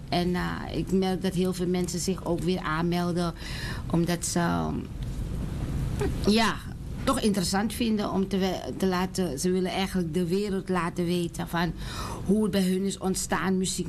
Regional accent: North Holland, Netherlands; we zijn, het gaat erom dat we uit Zuidoost komen

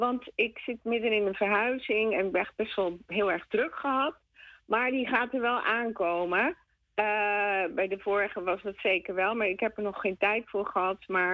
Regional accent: North Holland, Netherlands; moved away; ik ga binnenkort naar Zaandam. En nou ja, dat is in ieder geval Noord-Holland. Oorspronkelijk kom ik uit Noord-Holland.

